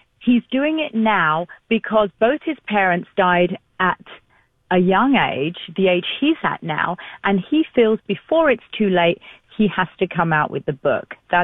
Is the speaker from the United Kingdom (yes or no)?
yes; England, United Kingdom; moved away as an adult; now in North America; growing up in England, we didn't celebrate Thanksgiving, so it was a whole new thing when I came to North America 28 years ago.